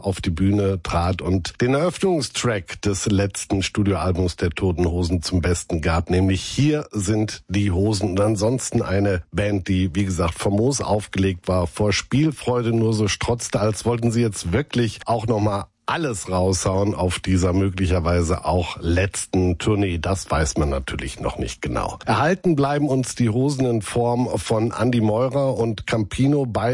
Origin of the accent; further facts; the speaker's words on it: North Rhine-Westphalia, Germany; Wir sind ja beide aus NRW.